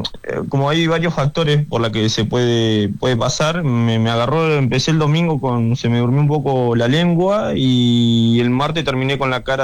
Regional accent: Neuquén, Argentina

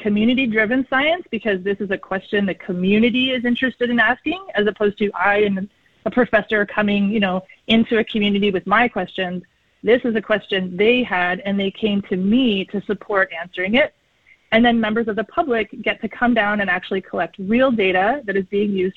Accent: British Columbia, Canada; So as a child growing up on Vancouver Island, I remember my mom bringing seaweed up from the beach and using it as mulch in our garden.

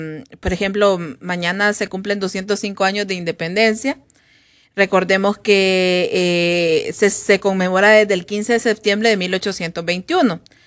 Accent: Honduras; las hondureñas no somos tan altas

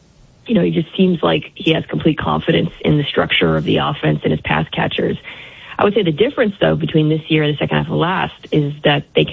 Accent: Nebraska, United States; I'm from Nebraska

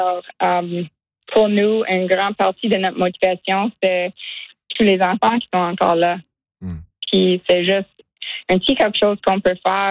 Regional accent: Westlock, Alberta, Canada; born there; Alors moi je suis résidente de Westlock, moi je suis née ici, mais tu sais on a démarré à Leduc pendant du temps puis quand on est revenu à Westlock

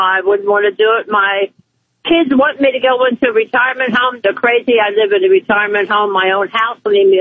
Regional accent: Philadelphia, Pennsylvania, United States; now in Milton, United States; I'm from Philly. I'm no Meemaw, but what? I live in Milton, Georgia.

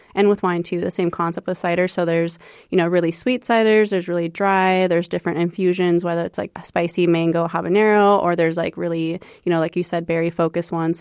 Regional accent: Washington, United States; moved away as an adult; now in Fargo, United States; and we came from Washington State, and we saw a gap in the industry that what Fargo had to offer.

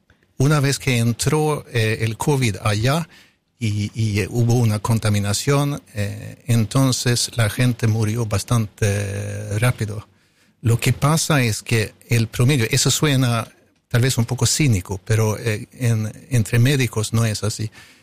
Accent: Sweden; moved away as an adult; now in Argentina

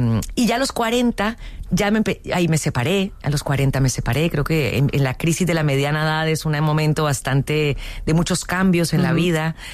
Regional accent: Colombia; moved away as an adult; also born or lived in United States; now in Spain; soy una colombiana que llegó un poco intrusa a la industria española, sin conocer a nadie, sin saber nada aquí

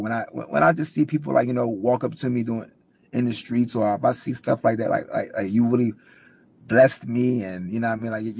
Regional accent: Philadelphia, Pennsylvania, United States; I'm from Philly.

